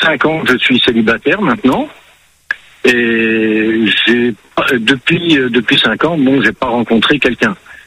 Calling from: Belgium; Je suis, à l'heure actuelle, je vis en Belgique. J'ai une petite maison dans le centre de la France.

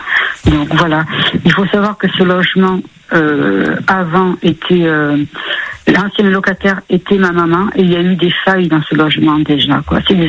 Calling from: Montpellier, Occitanie, France; je suis à Montpellier dans le sud

